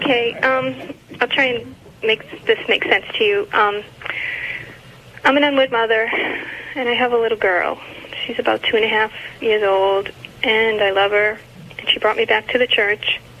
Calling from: Massachusetts, United States; I'm from Massachusetts.

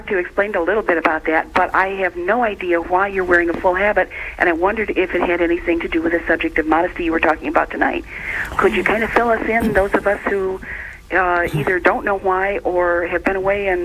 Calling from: Flint, Michigan, United States; I'm calling from Flint, Michigan.

